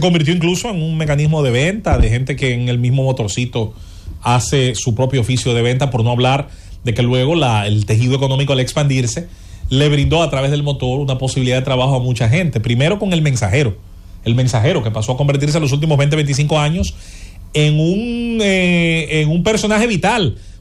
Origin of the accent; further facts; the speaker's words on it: Azua de Compostela, Azua, Dominican Republic; Yo recuerdo en el caso de mi pueblo, en Azua de Compostela, no hubo rutas de transporte, por así decirlo, hasta hace poco.